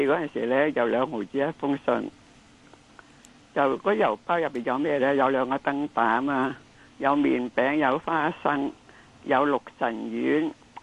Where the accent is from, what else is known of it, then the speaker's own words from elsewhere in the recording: Hong Kong; 我们香港人